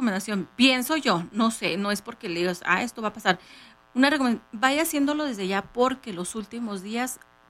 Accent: Mexico; como buenos mexicanos todo lo dejamos para el último

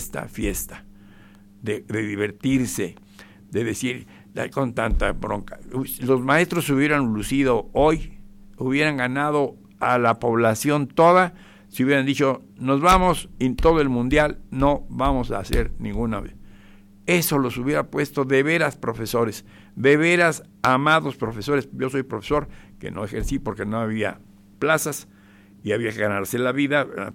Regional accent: Guadalajara, Jalisco, Mexico; born there; Sí, allá están jugando en mi tierra tapatía, donde yo mero nací.

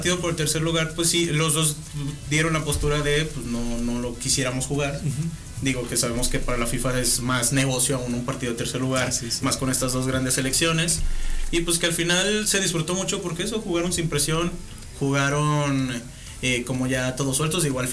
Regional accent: Mexico

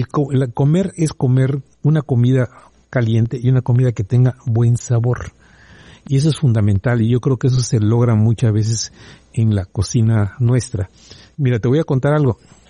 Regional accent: Mérida, Yucatán, Mexico; yo soy de Santana

